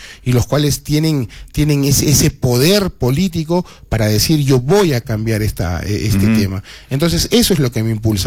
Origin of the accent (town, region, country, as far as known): Cerro Colorado, Arequipa, Peru